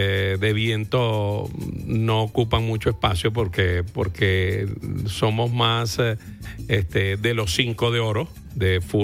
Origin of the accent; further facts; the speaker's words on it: Cabimas, Zulia, Venezuela; con adaptación hacia nuestra tierra cabimera